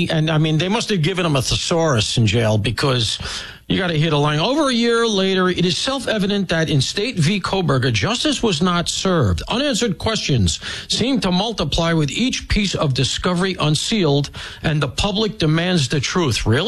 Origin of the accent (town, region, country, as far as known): Brooklyn, New York, United States; born or raised there; also born or lived in Flatbush